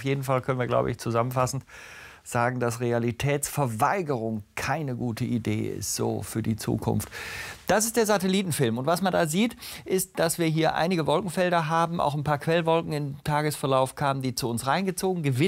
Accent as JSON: {"language": "German", "town": "Bonn", "region": "North Rhine-Westphalia", "country": "Germany", "tie": "born there", "said": "In Bonn, meiner Geburtsstadt, 33 Grad."}